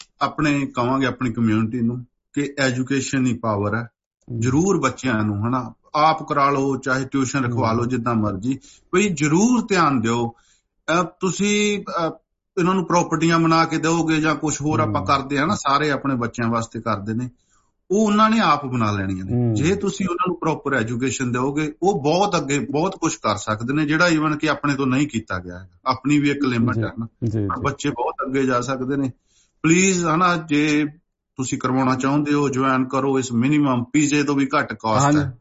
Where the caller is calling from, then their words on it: Punjab, India; ਮੈਂ ਮਾਲਵੇ ਤੋਂ ਹਾਂ ਸਾਡਾ ਨਾ ਖੰਨਾ ਤੇ ਮਲੇਰਕੋਟਲਾ ਏਰੀਆ